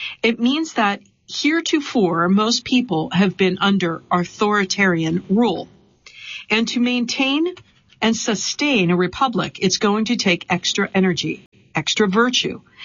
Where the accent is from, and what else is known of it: Chicago, Illinois, United States; born or raised there